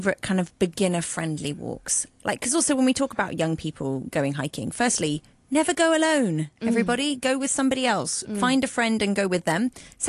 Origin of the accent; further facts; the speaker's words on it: Hong Kong; I grew up in Hong Kong as well. I had so much fun here as a teenager